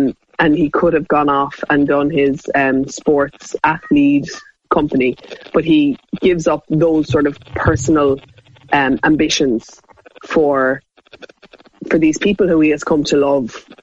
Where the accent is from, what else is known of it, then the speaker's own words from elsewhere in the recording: United Kingdom; I'm British people